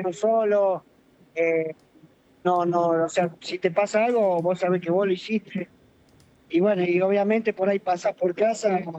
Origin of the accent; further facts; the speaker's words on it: Rosario, Santa Fe, Argentina; moved away; also born or lived in Neuquén; soy nacido y criado en Rosario, Santa Fe. Por ahí hablo un tiro, unas palabritas en salteño